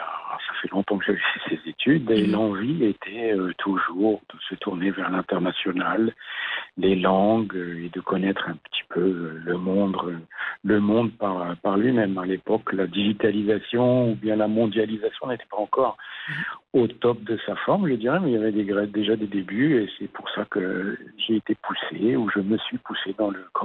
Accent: France; born there; moved away as an adult; also born or lived in Germany; je suis né en France

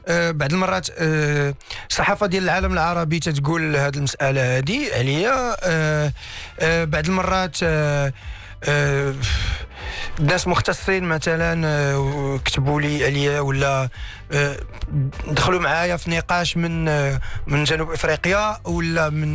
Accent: Morocco; حتى انا من حقي كمغربي ولا المغاربه كاملين

